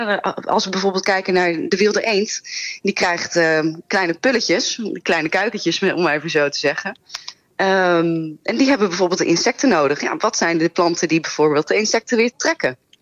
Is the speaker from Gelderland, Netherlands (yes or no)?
yes; Gelderland, Netherlands; Ik ben opgegroeid in de Veluwse bossen. En ben daardoor altijd heel dicht bij de natuur geweest.